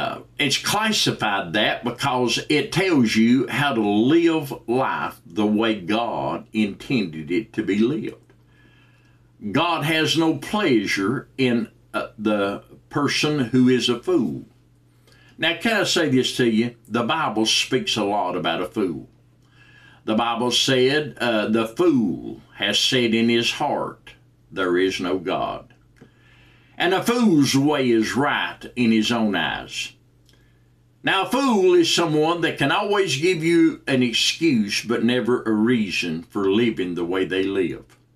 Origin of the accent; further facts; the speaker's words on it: United States; born there; I'm grateful and honored that I was born in America